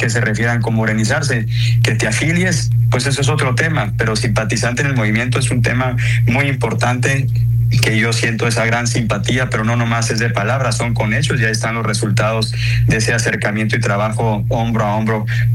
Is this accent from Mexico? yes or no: yes; Sonora, Mexico; Y yo soy una persona agradecida como buen sonorense